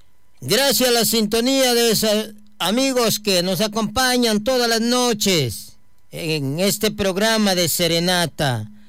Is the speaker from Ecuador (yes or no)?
yes; Ecuador; para todos quienes son ecuatorianos y somos ecuatorianos